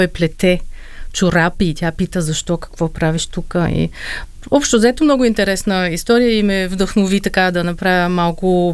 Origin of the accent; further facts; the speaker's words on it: Berlin, Germany; Аз съм израснала в Берлин и там съм завършила училище, средно образование в едно училище, се казва Георг Фридрих Хендел Шуле.